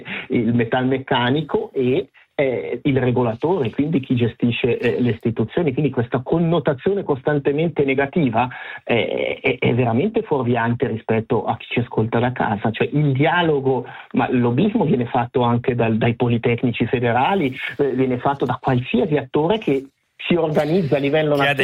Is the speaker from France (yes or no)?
no; Ticino, Switzerland; Io ho il privilegio di essere chiamato come ticinese spesso a riferire di una dinamica per cui tutta la Svizzera ci invidia. In Ticino, quando abbiamo un problema cardiaco, nessuno si pone la domanda